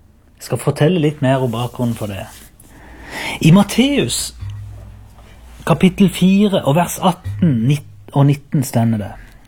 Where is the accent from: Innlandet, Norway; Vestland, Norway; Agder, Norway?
Agder, Norway; Byrmo